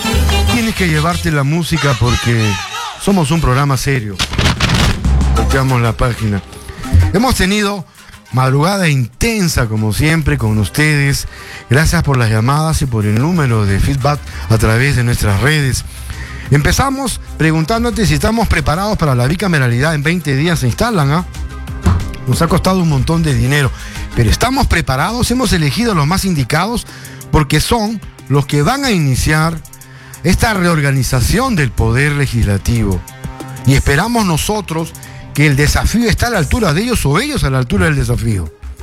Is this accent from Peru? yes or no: yes; Peru; Porque así somos los peruanos